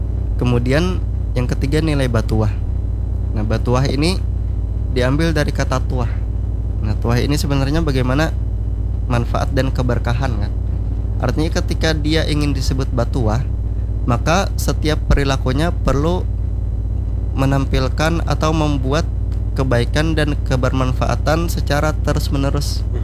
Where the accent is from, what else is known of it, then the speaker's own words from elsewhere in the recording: Banjar, South Kalimantan, Indonesia; kita sebagai orang Banjar